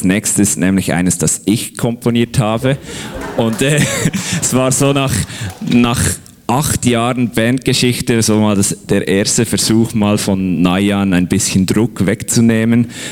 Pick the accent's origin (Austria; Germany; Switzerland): Switzerland; Bern; moved away; ich komme ursprünglich aus dem Emmental. Das Emmental ist so sehr, sehr langgezogene Hügel, Wälder